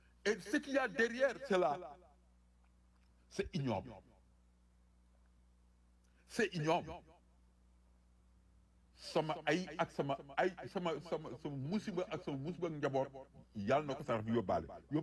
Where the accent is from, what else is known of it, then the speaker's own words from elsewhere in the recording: Senegal; En tant que Sénégalais